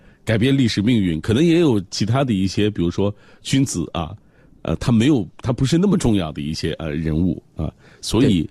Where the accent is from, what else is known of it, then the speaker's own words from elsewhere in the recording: China; 我们中国人